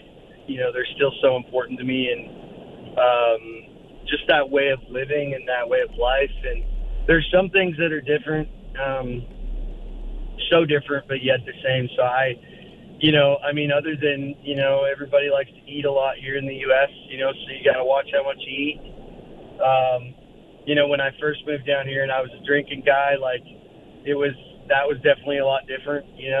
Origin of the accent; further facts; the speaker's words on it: Alberta, Canada; Usually, I was a left winger, you know, growing up in Alberta